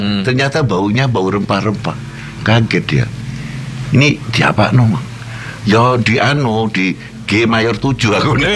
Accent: Java, Indonesia; Saya ini Jawa banget jadi.

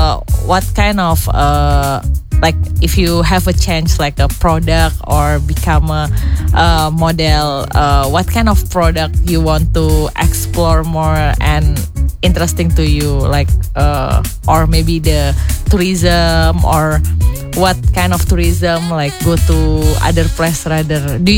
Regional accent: Makassar, South Sulawesi, Indonesia; English is a second language; I'm from South Sulawesi, Makassar.

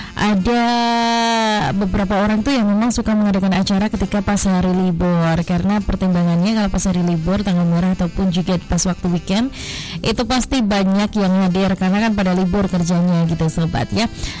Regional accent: Java, Indonesia; karena kita itu sebagai orang Jawa, kejawen ya, juga harus menghormati dan melaksanakan hal-hal tersebut.

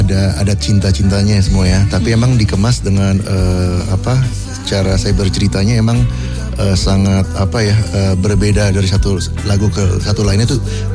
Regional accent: Jakarta, Indonesia; also born or lived in Tasikmalaya; Sebenarnya orang Tasik, ayah, ibu orang Garut, tapi gede di Jakarta.

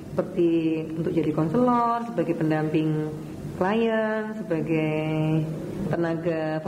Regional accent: Yogyakarta, Special Region of Yogyakarta, Indonesia; born there; Saya lahir di Yogyakarta 23 Mei 58.

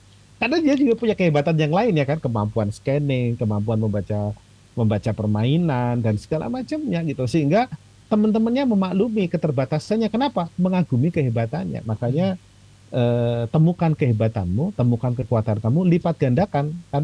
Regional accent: Java, Indonesia; Nah ini saya orang Jawa.

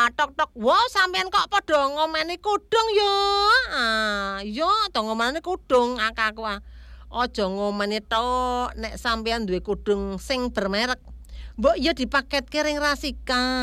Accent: Tegal, Central Java, Indonesia; Duh aku wong Tegal suruh ketinggalan Mbak Kaji di siaran.

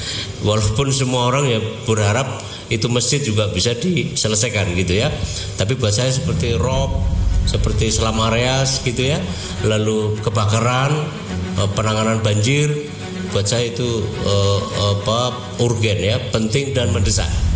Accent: Semarang, Central Java, Indonesia; saya sebagai warga Semarang

